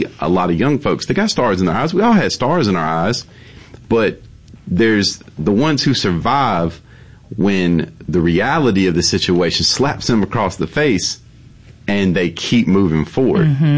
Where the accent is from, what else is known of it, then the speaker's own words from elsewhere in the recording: Mississippi, United States; growing up in Mississippi